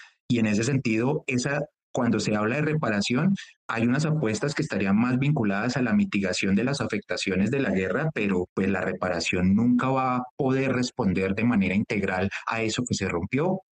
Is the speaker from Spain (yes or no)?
no; Colombia; a nosotros todos como colombianos y colombianas.